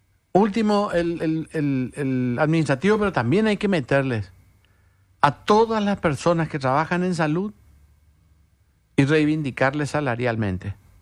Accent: Paraguay

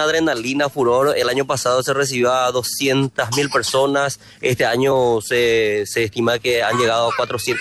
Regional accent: Coronel Bogado, Itapúa, Paraguay; Nosotros que somos de Coronel Bogado, capital nacional del Chipá, se vendió bastante la chipa, impresionante. Aparte de eso, yo soy chipero también, todos en Coronel Bogado somos chiperos

